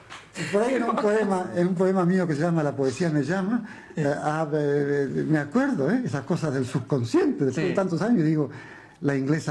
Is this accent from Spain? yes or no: no; Argentina; moved away; yo, como era argentino